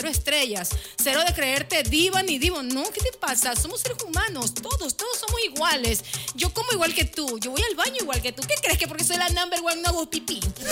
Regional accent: Ecuador; de nosotros en la sociedad como ecuatorianos

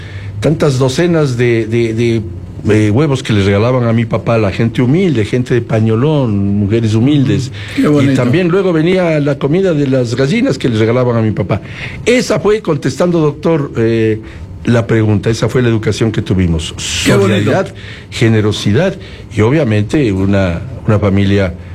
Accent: Ecuador

